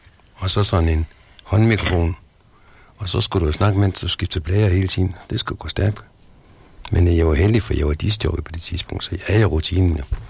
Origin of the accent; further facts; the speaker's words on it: Børkop, Region of Southern Denmark, Denmark; jeg kommer fra Vejle, fra Fredericia-kanten.